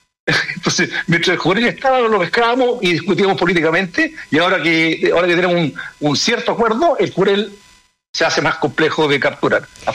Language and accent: Spanish; Chile